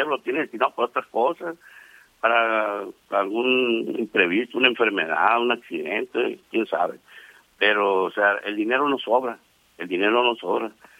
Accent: Mexico

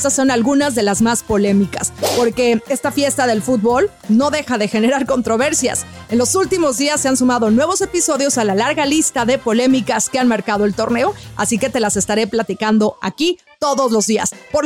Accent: Mexico; Oye, me encanta cómo somos además los mexicanos

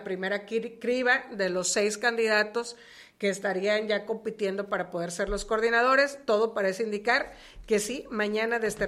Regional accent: Ohuira, Sinaloa, Mexico; Yo de Ohuira.

